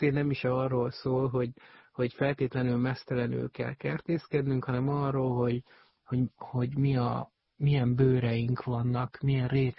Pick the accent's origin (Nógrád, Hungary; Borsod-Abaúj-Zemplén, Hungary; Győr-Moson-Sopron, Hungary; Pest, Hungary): Győr-Moson-Sopron, Hungary; Abda; mert vidéken nőttem fel egy kis faluban, Dunántúlon, Abdán, Győr mellett, és az egész családom kertészkedett